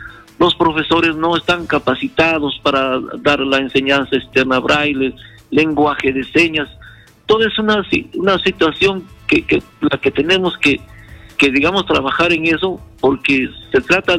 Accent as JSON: {"language": "Spanish", "country": "Peru", "said": "todos somos peruanos, todos somos ciudadanos en igualdad."}